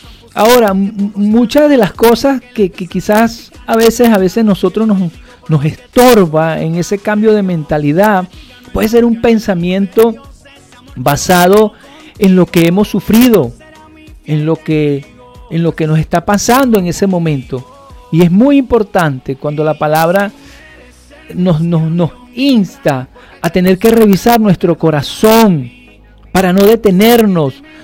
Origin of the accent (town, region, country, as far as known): Venezuela